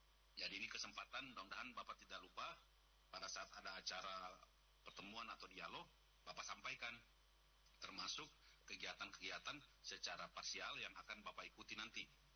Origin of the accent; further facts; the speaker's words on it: Gorontalo, Indonesia; Apalagi kita orang Gorontalo sendiri.